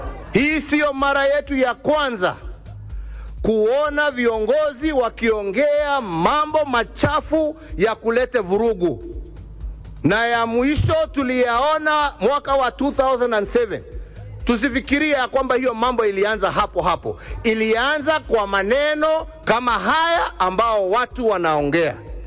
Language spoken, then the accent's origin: Swahili; Kenya; Kama kweli sisi ni wa Kenya na tunapenda nchi yetu